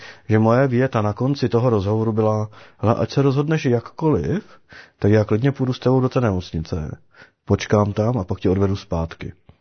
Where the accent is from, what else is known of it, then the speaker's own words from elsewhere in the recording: Opava, Moravian-Silesian Region, Czechia; ale já jsem se narodil v Opavě. Vyrůstal jsem v Opavě. Vyrůstal jsem v nevěřící rodině.